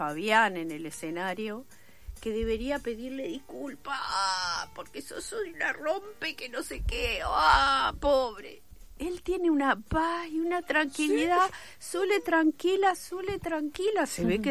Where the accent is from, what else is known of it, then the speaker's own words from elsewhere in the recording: Uruguay; somos uruguayos